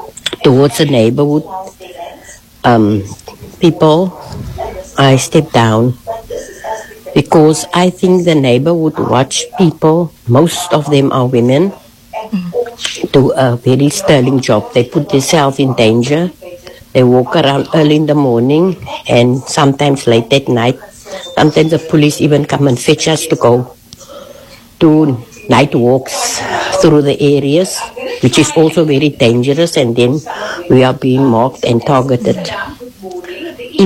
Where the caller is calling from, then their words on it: Cape Town, Western Cape, South Africa; I'm from Menenberg